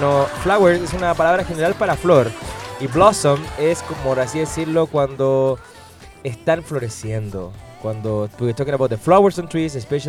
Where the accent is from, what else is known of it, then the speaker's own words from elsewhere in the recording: Chile; Sobre todo nosotros que somos chilenos todo el año.